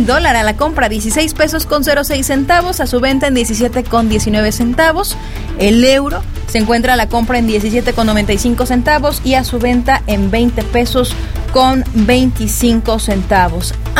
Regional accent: Mexico; Porque como buenos mexicanos siempre lo hacemos, sí.

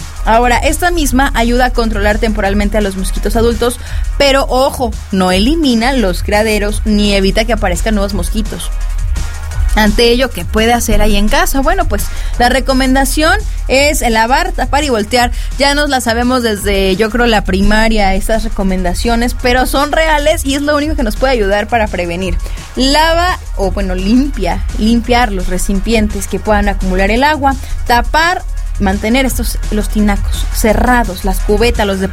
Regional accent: Mexico; Porque como buenos mexicanos siempre lo hacemos

